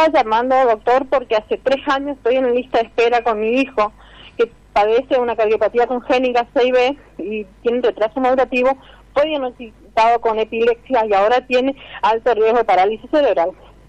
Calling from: Colonia Elisa, Chaco, Argentina; Soy de Colonia Elisa.

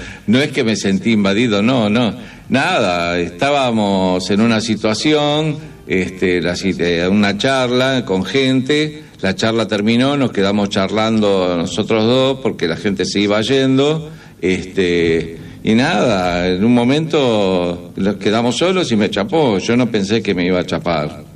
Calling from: Santa Rosa, La Pampa, Argentina; de Santa Rosa, La Pampa, les mando un abrazo.

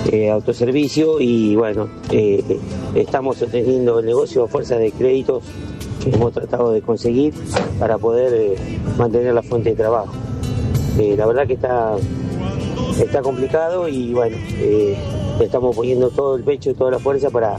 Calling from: 25 de Mayo, Argentina; de 25 de mayo.

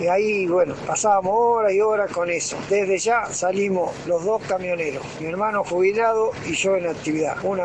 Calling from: Baradero, Buenos Aires Province, Argentina; de Varadero, camionero. Con mi hermano nosotros los criamos en el campo.

